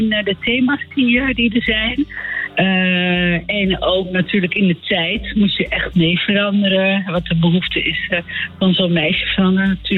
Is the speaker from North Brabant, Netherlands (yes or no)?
no; Amsterdam, North Holland, Netherlands; Nee, ik woon in Amsterdam. Ik ben in Amsterdam opgegroeid. Ik heb in Amsterdam gestudeerd.